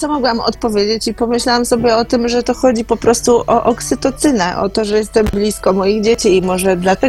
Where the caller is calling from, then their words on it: Toruń, Kuyavian-Pomeranian Voivodeship, Poland; Ja jestem z Torunia